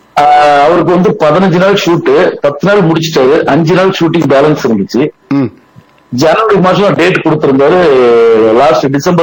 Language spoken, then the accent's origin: Tamil; Valliyur, Tamil Nadu, India; now in Chennai, India; இல்ல, என்னுடைய சொந்த ஊர் வந்து திருநெல்வேலி.